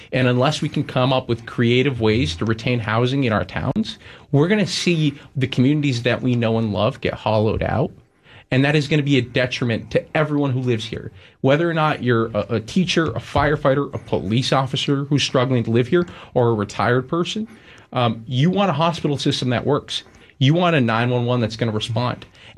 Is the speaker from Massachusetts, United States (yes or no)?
yes; Massachusetts, United States; born there; when I was born on Cape Cod in the year 2000